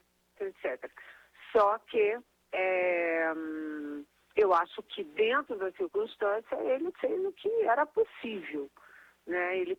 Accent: Rio de Janeiro, Brazil; Eu que sou carioca, falo de cabeça para baixo.

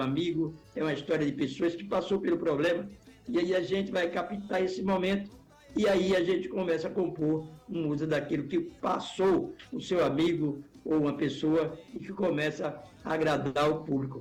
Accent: Recife, Pernambuco, Brazil; É o DDD 87, mas eu sou de Recife.

